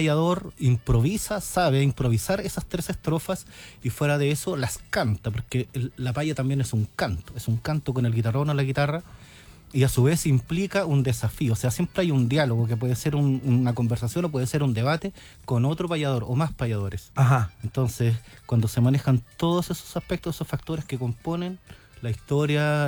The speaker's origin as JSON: {"language": "Spanish", "town": "San Carlos", "region": "Ñuble", "country": "Chile", "tie": "born or raised there", "moved": "as an adult", "lives_now": "Santiago, Chile", "said": "yo soy de San Carlos Ñuble, tierra pródiga en cantores, cantoras."}